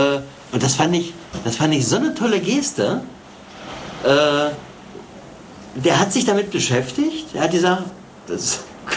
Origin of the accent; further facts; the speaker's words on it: eastern Germany, Germany; Ich komme ja aus dem Osten